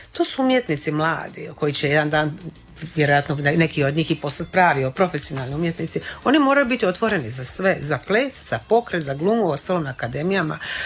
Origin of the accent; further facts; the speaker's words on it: Croatia; kod nas u Hrvatskoj